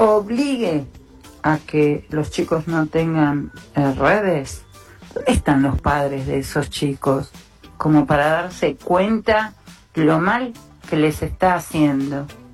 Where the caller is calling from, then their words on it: Castelar, Buenos Aires Province, Argentina; de Castelar.